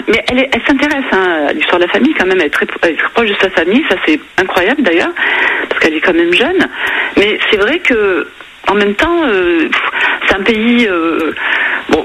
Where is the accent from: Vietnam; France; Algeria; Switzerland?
Algeria; Algiers, Algiers Province; born there; Avec la ville surtout où je suis née. Parce que moi, je suis née à Alger.